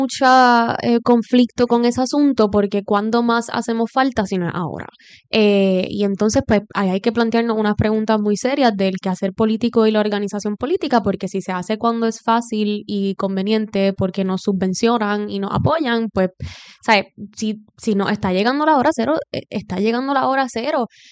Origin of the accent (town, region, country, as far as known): Puerto Rico